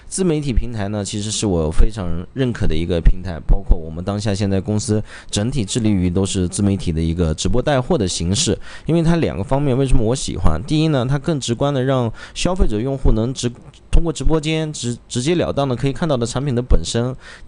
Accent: Inner Mongolia, China; 我们的内蒙古

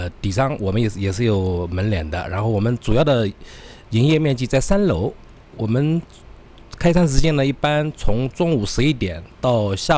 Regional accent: Qidong, Jiangsu, China; accent: southern; moved away as an adult; now in Hohhot, China; 我是来自于江苏。启东是一个教育大县

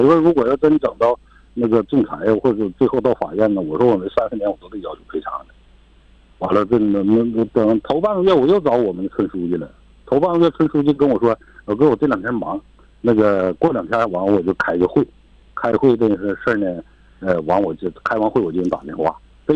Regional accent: Inner Mongolia, China; now in Tongliao, China; 我是那啥通辽的，老家是那个克左内蒙古克左中旗的。

